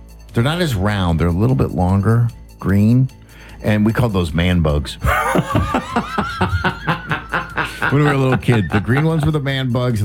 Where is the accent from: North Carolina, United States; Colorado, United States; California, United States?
California, United States; moved away; I'll be honest, I came from California in 1989.